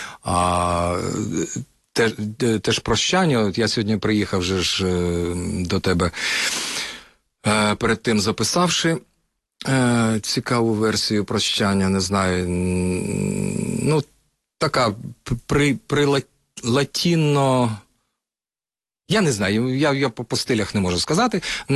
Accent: Kyiv, Ukraine; moved away as an adult; now in Brovary, Ukraine; Свого часу, як киянин, мені дуже було важко там прижитися.

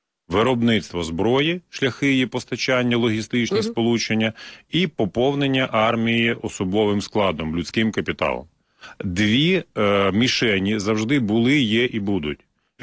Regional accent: Luhansk Oblast, Ukraine; moved away; я народився і виріс на Донбасі, на Луганщині

